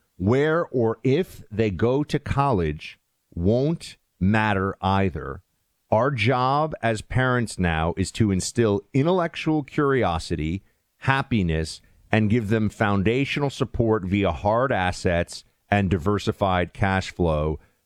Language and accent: English; New York City, New York, United States; I grew up in New York City where kids were just taking the s